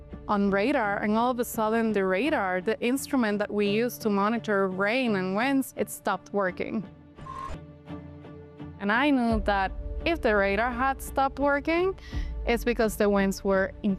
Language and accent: English; Puerto Rico; I became interested in studying hurricanes after growing up in Puerto Rico and experiencing many hurricanes myself.